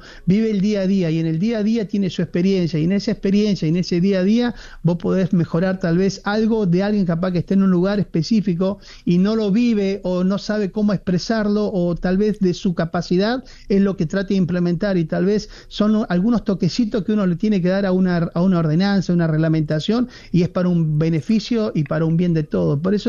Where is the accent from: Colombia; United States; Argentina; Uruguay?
Argentina